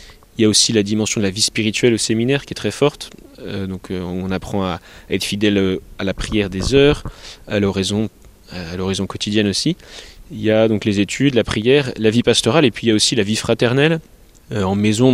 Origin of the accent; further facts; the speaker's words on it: Épernay, Grand Est, France; j'ai grandi à Épernay